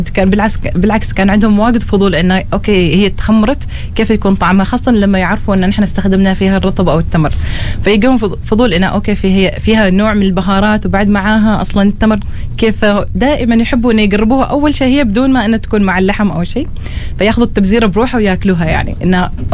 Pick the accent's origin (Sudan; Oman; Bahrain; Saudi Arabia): Oman; نحن عندنا في عمان